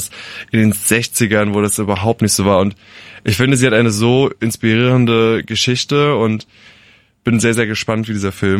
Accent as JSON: {"language": "German", "region": "Rhineland-Palatinate", "country": "Germany", "tie": "born or raised there", "said": "Nähe Alzey."}